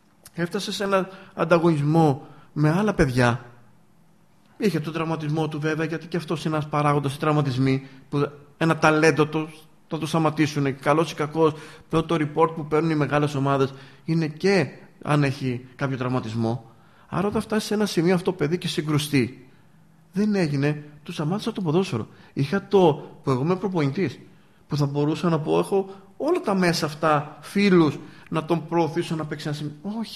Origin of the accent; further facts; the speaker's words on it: Livadeia, Central Greece, Greece; moved away; also born or lived in Corinth; Και εγώ όταν ήμουν εδώ στο Λοβαδιακό και ήμουν πριν φύγω από τον τόπο μου